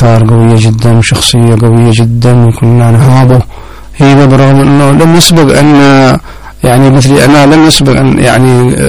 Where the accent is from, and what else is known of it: Mukalla, Hadhramaut, Yemen; born there